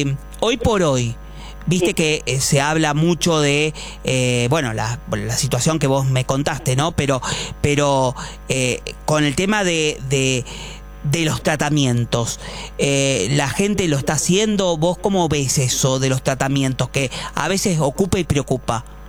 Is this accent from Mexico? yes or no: no; Argentina